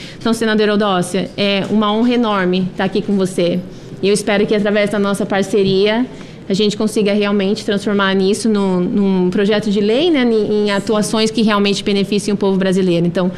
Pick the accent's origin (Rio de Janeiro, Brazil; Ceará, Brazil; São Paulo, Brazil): São Paulo, Brazil; Campinas; moved away as an adult; also born or lived in Indiana, United States / California, United States; now in United States; Eu nasci e cresci em Campinas.